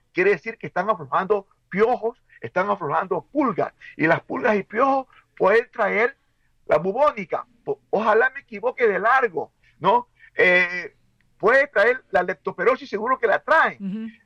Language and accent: Spanish; Ecuador; Yo no quiero como ecuatoriano. Yo no quiero, pues yo soy del campo